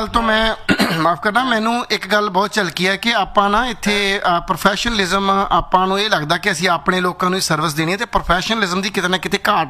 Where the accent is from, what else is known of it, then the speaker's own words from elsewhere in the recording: Punjab, India; born there; ਕਈ ਵਾਰੀ ਅਸੀਂ ਹੁਣ ਅਸੀਂ ਪੰਜਾਬ ਦੇ ਜੰਮੇ ਹਾਂ ਸਾਡੇ ਕੋਲ ਉਹ ਪੰਜਾਬੀ ਦੇ ਲਫ਼ਜ਼ ਨਹੀਂ ਹੈਗੇ